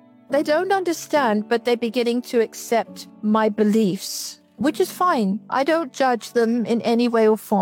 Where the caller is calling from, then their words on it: Norwich, East of England, United Kingdom; I'm calling from Norwich in England.